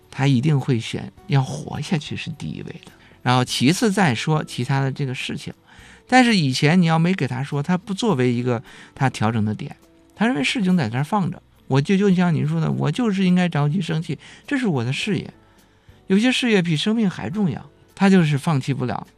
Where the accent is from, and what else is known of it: China